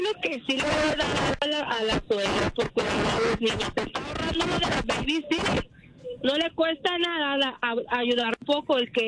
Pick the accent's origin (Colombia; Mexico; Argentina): Colombia; now in Tracy, United States; ¡Arriba! Soy colombiana.